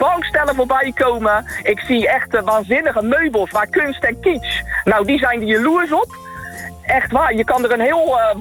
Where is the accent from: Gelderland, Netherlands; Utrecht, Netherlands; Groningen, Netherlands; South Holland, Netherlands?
South Holland, Netherlands; Rotterdam; Echt geboren en getogen in het wijkje Feyenoord. En mijn ouders die wonen er nog steeds, waar ik ben geboren.